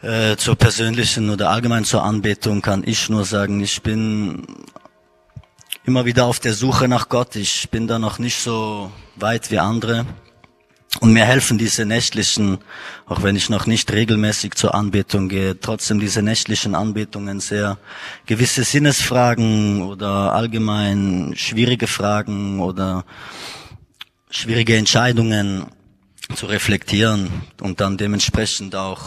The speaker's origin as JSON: {"language": "German", "country": "Switzerland", "said": "Ich bin aus der Schweiz, ich bin 27 Jahre alt"}